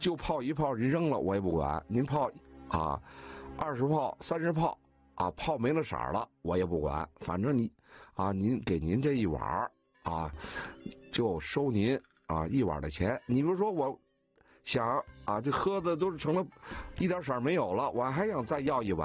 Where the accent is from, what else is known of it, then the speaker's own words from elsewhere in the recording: Beijing, China; 我们北京人说的这茶钱